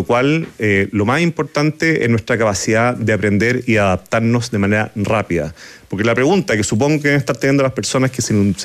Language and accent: Spanish; Chile; nos pasan situaciones que nos definen a todos como chilenos